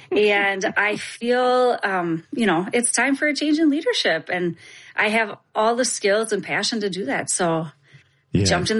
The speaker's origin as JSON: {"language": "English", "town": "Coon Rapids", "region": "Minnesota", "country": "United States", "tie": "born or raised there", "said": "So, born and raised in Coon Rapids, Minnesota. It's a suburb about 20 minutes north of Minneapolis."}